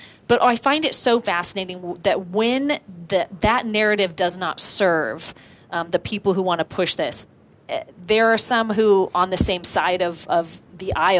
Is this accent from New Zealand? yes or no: no; California, United States; It's infuriating as a parent, as a citizen, as a Californian.